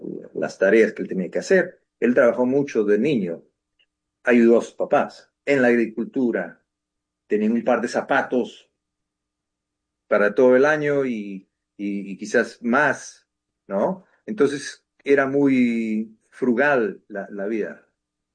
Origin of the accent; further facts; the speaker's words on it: Peru; yo soy peruano.